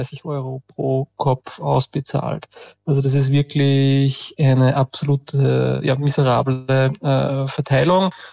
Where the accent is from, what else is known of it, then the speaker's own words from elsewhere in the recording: Upper Austria, Austria; Wo ich halt sagen muss als Oberösterreicher